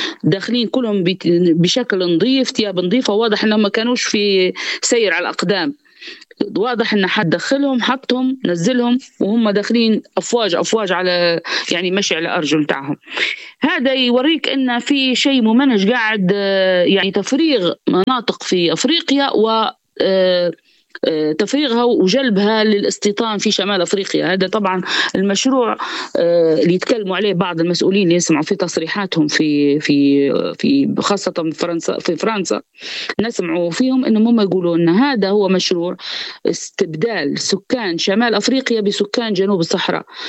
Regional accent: Tripoli, Tripoli District, Libya; في منطقة السراج عندنا في طرابلس.

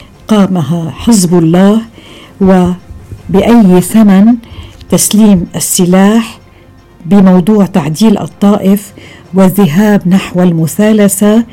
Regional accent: Lebanon; نتساءل كلبنانيين

